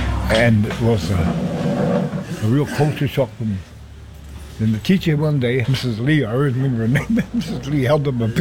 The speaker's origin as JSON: {"language": "English", "country": "New Zealand", "first_language": "Maori", "second_language": "English", "said": "I grew up in Te Reo Māori."}